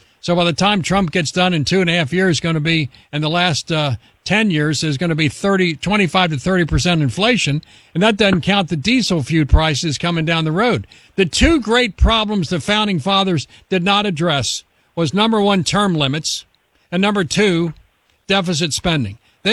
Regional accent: Kentucky, United States; Senator Rand Paul from my home state of Kentucky

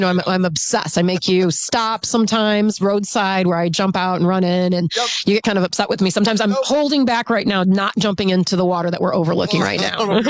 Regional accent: Wyandotte, Michigan, United States; I grew up in Wyandotte, which is downriver. And so definitely a river community

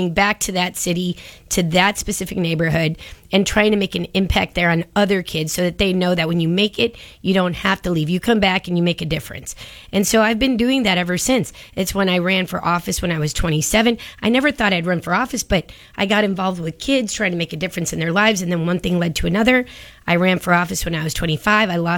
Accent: Chicago, Illinois, United States; born there; I was born in Little Village, and that's on the southwest side of the city.

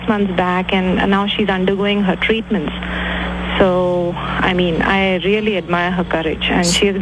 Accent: India; Actually, it's a very complicated name because I'm an Indian, so...

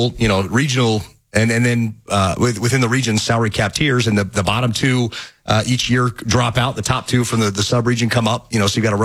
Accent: Arkansas, United States; I come from Arkansas.

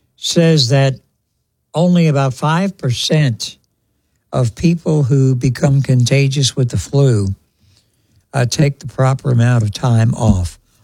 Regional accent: New York, United States; moved away; I was raised in New York

